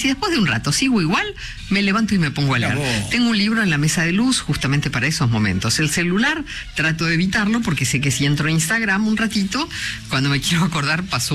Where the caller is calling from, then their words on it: Buenos Aires, Argentina; Hola, encendido. … de Caballito.